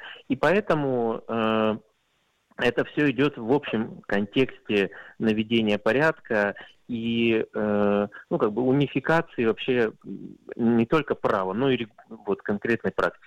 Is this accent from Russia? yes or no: yes; Altai Krai, Russia; Я родом с Алтайского края.